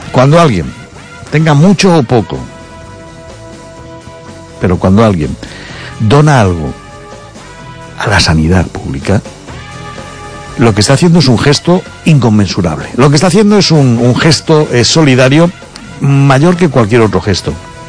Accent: Galicia, Spain; moved away; los emigrantes españoles cuando salimos de nuestro país y fuimos a otros países

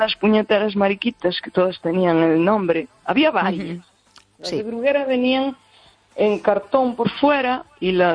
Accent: Galicia, Spain

